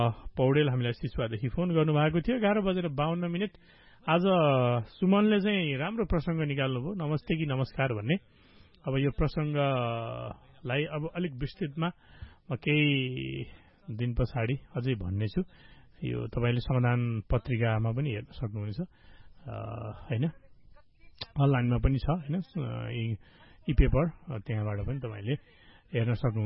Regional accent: Parbat, Gandaki Province, Nepal; भन्ने यो गीत मेरो घर पनि उतै होइन

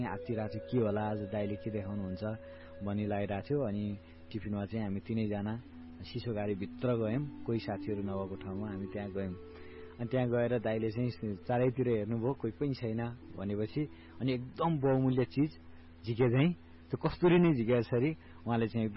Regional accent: Chitwan, Bagmati, Nepal; हाम्रो चितवनमा

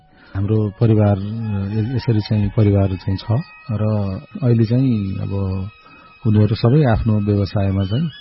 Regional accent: Musikot, Karnali Province, Nepal; मेरो चाहिँ जन्मस्थल रुकुम पश्चिम मुसिकोट नगरपालिका वडा नम्बर 5 हालको सिरीगाउँ भन्ने ठाउँमा

